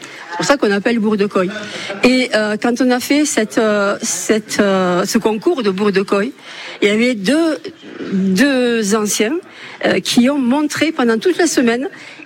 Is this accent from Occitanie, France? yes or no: yes; Banyuls-sur-Mer, Occitanie, France; dans nos gènes, nous sommes d'ici, nous sommes nés ici, nous avons.